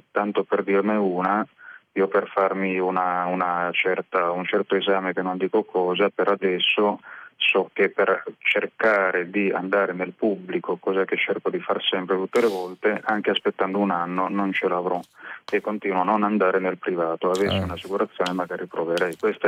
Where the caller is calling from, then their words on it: Piedmont, Italy; telefono dalla provincia di Torino.